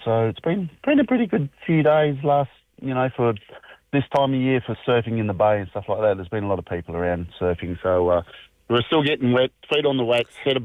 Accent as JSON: {"language": "English", "town": "Rockingham", "region": "Western Australia", "country": "Australia", "tie": "born or raised there", "said": "born and bred in Rockingham, so got a lot of stories from growing up in Rockingham back in the day. Born and bred WA and Rockingham bound."}